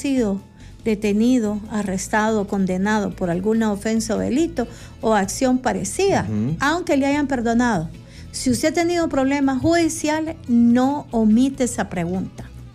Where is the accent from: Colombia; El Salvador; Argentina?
El Salvador; Los salvadoreños tenemos derecho a múltiples residencias, no ciudadanía.